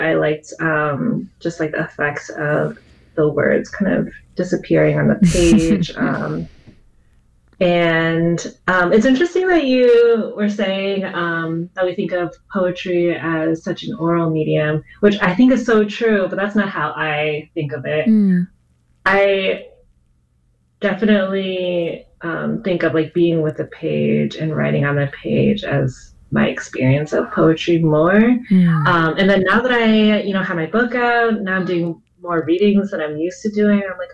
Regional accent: Maryland, United States; moved away as an adult; also born or lived in Bloomington, Indiana / Cincinnati; now in Chicago, United States; I would like to think that I'm a Midwesterner for sure. I grew up in Maryland, but I've been in the Midwest since college. Since after college, and that was 2009 was when I graduated.

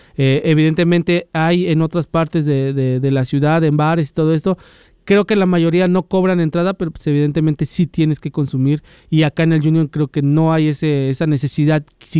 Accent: Mexico City, Mexico; como mexicano y futbolero, pues obviamente, ¿no? Soy de la Ciudad de México

